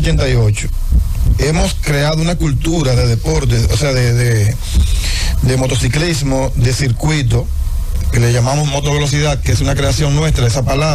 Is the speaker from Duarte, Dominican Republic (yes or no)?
no; Santiago, Dominican Republic; y nosotros somos de Santiago, conseguimos los permisos